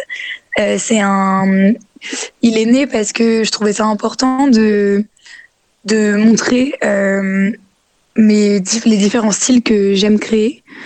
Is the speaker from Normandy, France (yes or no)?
yes; Flers, Normandy, France; now in Paris, France; Alors, la Normandie, donc je viens de Normandie, je viens plus exactement de Flers, donc dans l'Orne. Et je suis partie à Paris pour me rapprocher de l'écosystème musical.